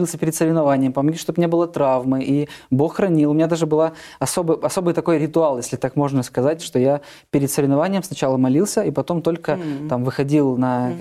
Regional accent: Rostov-on-Don, Rostov Oblast, Russia; moved away as an adult; Я родился в Ростове-на-Дону, это мой родной город. 25 лет жизни своей там прожил. Угу. Вот, сегодня мне 30

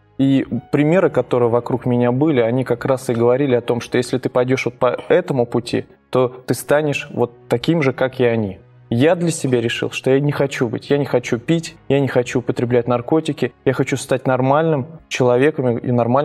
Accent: Nizhny Novgorod, Nizhny Novgorod Oblast, Russia; Ну, я родился в большом городе, город Нижний Новгород. Родился в обычной семье.

